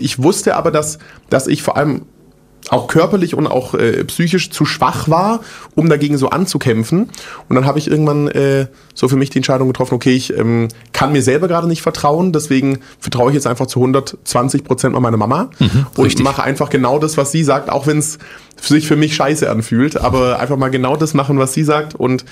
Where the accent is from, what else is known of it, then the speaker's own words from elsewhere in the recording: Großbottwar, Baden-Württemberg, Germany; also born or lived in Stuttgart / Frankfurt; Ich bin in Stuttgart geboren, bin in so einem Kaff aufgewachsen, das heißt Großbottwar. Mhm. Also will ich da wohnen, was wohnen da 10.000, 15.000 Leute vielleicht. Bin da mit meiner Family groß geworden, bis ich 10 war.